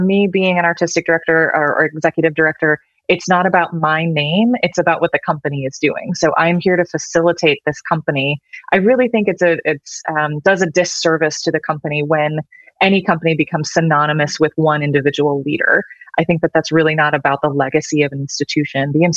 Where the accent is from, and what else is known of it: Indiana, United States; born or raised there; moved away as an adult